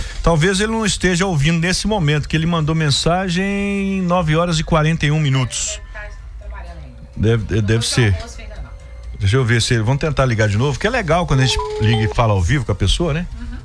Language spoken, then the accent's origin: Portuguese; Santa Bárbara, Minas Gerais, Brazil; como eu sou de Santa Bárbara